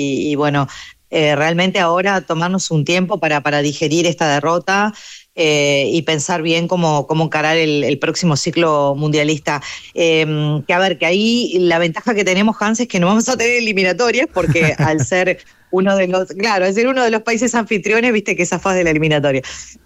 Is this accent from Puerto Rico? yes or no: no; Uruguay